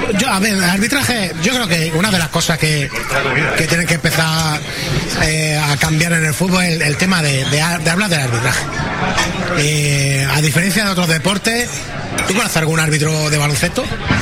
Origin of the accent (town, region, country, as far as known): Spain